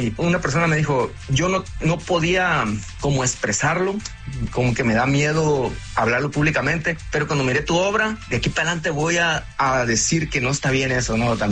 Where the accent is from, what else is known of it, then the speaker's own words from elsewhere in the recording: Mexico; Nosotros como mexicanos, ¿no? En especial la gente que viene como inmigrante.